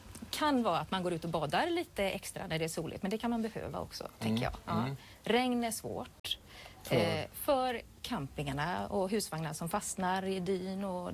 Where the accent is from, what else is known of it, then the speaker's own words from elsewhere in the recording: Sweden; moved away as an adult; also born or lived in Hisingen, Gothenburg; Jag är född och uppvuxen på Hörnö. Flyttade till Hisingen, så jag säger att jag bott i stan.